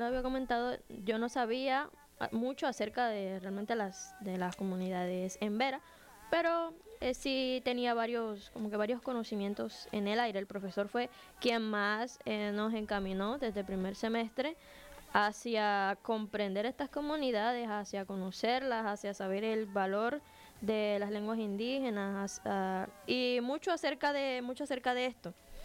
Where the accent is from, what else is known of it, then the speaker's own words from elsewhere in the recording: Sahagún, Córdoba, Colombia; porque yo soy de Sahagún